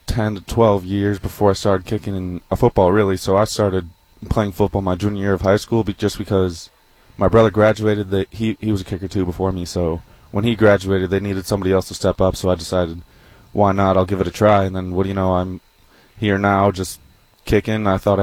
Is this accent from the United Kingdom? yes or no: no; Dubuque, Iowa, United States; moved away as an adult; now in Ames, United States; Small town, it's not very busy in the summer, which I like. So I'm from Dubuque, Iowa, so I can drive home, see my family, see my friends that I grew up